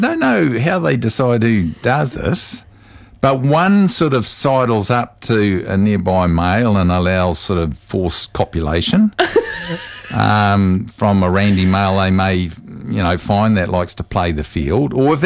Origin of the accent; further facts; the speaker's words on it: New Zealand; Growing up in Moirua, there were a lot in Moirua. That's because there was a freezing works.